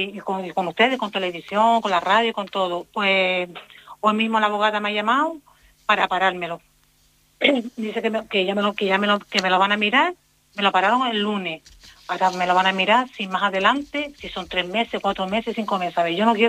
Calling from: Canary Islands, Spain; como todo canario que somos

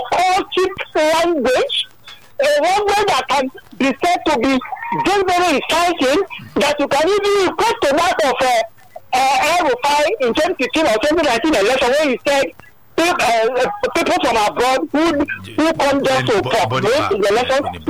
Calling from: Nigeria; I'm calling from Abaraja, Nikoto.

